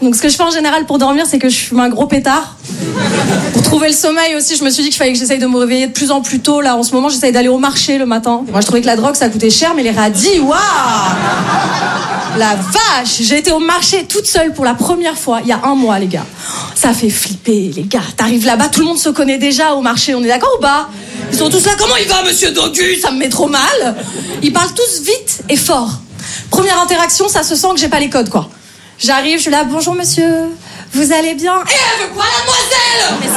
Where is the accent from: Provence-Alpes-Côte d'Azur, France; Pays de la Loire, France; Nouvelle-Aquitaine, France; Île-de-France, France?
Île-de-France, France; Paris